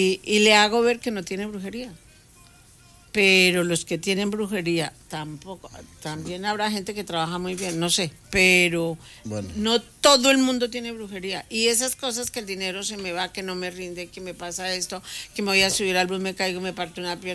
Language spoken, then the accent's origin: Spanish; Bogotá, Bogotá Capital District, Colombia; now in Spain; Yo no soy paisa. Las paisas son las que hablan. Yo soy colombiana, rola.